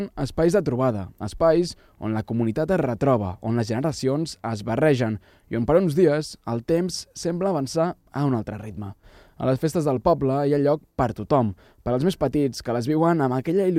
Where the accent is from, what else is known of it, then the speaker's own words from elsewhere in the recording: Santa Bàrbara, Catalonia, Spain; les festes majors del meu poble, Santa Bàrbara, un petit poble de les Terres de l'Ebre